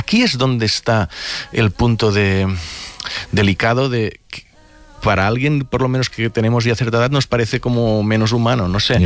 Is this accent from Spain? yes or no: yes; Catalonia, Spain